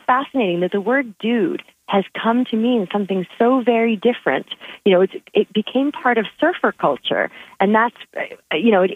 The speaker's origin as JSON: {"language": "English", "town": "Key West", "region": "Florida", "country": "United States", "tie": "born or raised there", "said": "I grew up in Key West in Florida, and you only would ever"}